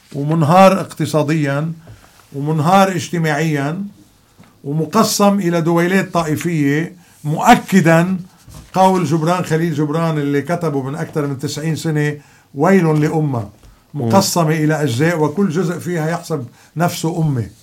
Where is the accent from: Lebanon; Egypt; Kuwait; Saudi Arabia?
Lebanon; أنا ما برضى … كلبناني مسيحي ماروني